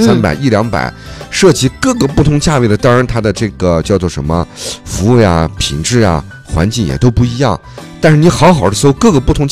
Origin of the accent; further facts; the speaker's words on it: Xinjiang, China; 咱们新疆人